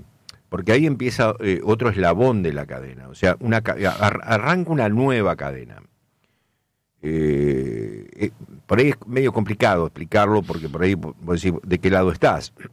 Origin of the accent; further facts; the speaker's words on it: Santa Fe, Argentina; Me parece que ahí está el juego que tenemos que tener como santafesino y como empresario.